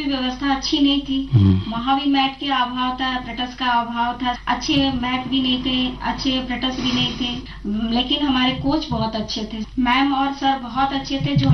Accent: Gorakhpur, Uttar Pradesh, India; also born or lived in Lucknow / Patiala; मैं यही गोरखपुर की रहने वाली हूँ

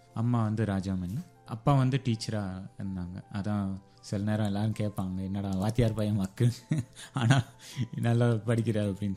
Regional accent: Sivakasi, Tamil Nadu, India; என்னோடய ஊர் வந்து சிவகாசி. சிவகாசியில் திருத்தங்கள்ன்ற இடம். நான் படித்த ஸ்கூல் வந்து சீரா அரசு மேல்நிலைப்பள்ளி, SRN government higher secondary school.

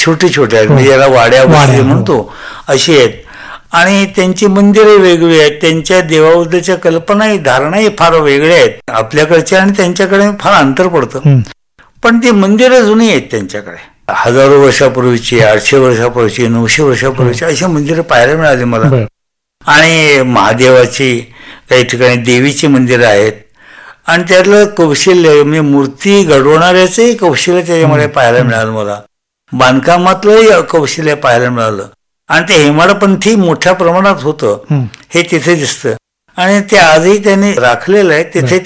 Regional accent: Kolhapur, Maharashtra, India; मी कोल्हापुरात राहत होतो

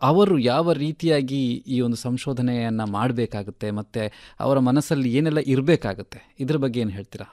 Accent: Karnataka, India; ಈಗ ನಮ್ಮ ತುಳುನಾಡಿನ ಬಗ್ಗೆ ಹೇಳೋದಾದ್ರೆ

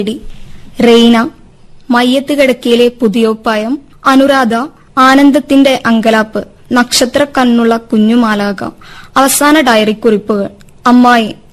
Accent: Iritty, Kerala, India; എന്റെ വീട് ഇരിട്ടിയിലുള്ള പേരട്ട എന്ന് പറഞ്ഞ സ്ഥലത്തും. ഞാൻ പഠിച്ചത് +2 വരെ കുന്നോത്തായിരുന്നു.

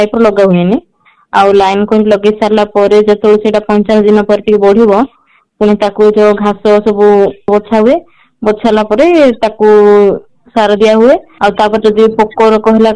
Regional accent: Odisha, India; ମୁଁ ରାୟଗଡ଼ା ଜିଲ୍ଲାରୁ ଆସିଛି।

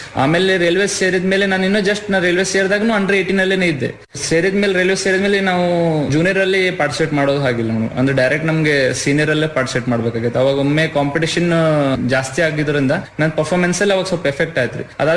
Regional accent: Karnataka, India; ನಾನು ಮತ್ತೆ ರಾಜು ಭಾಟಿ ಅಂತ ಇಬ್ರು ಹುಡುಗರು ನಾವು ಕರ್ನಾಟಕದಿಂದನೇ ಪಾರ್ಟಿಸಿಪೇಟ್ ಮಾಡಿದ್ವಿ.

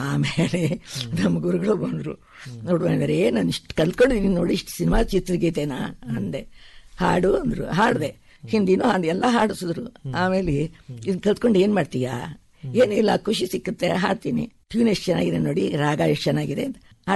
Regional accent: Karnataka, India; also born or lived in K R Nagar; ನಮ್ಮ ಊರು ಹಳ್ಳಿ ಅಲ್ವಾ, ಅಲ್ಲಿ ಹುಣಸೂರು ಪಿರಿಯಾಪಟ್ಟಣ ಬೆಟ್ಟಪುರ ಅಂತ ಹಳ್ಳಿಗಳಿತ್ತು

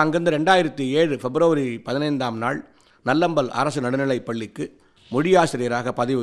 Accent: Karaikal district, Puducherry, India; என்னுடைய சொந்த ஊர் இங்கே காரைக்கால் மாவட்டம் நல்லெழுந்தூர் என்ற கிராமம்.

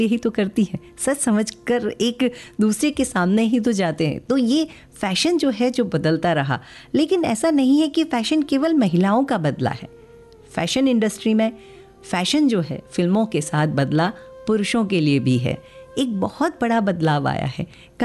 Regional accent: Mumbai, Maharashtra, India; बचपन में हम खार मुंबई में रहते थे, पूज्य माता जी जब भी लिंकिंग रोड के हेयर ड्रेसर के पास ले जाती थी

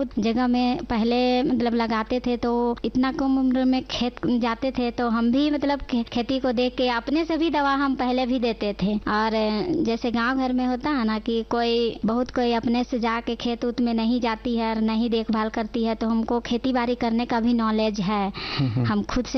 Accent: Ranchi district, Jharkhand, India; मेरा गांव है तुसमू, प्रखंड नगड़ी, जिला रांची, झारखंड राज्य की मैं रहने वाली हूं।

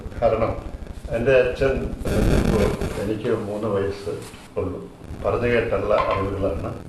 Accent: Alappuzha, Kerala, India; നെടുമുടിയാണ് എന്റെ അച്ഛന്റെ ജന്മദേശം. പക്ഷെ ഞാൻ ജനിച്ചത് ആലപ്പുഴയിലാണ്.

